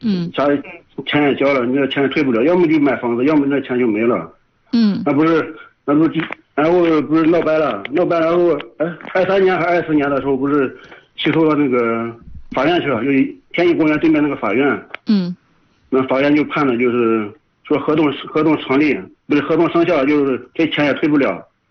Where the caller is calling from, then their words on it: Yuncheng, Shanxi, China; 我就是运城的，盐湖区的。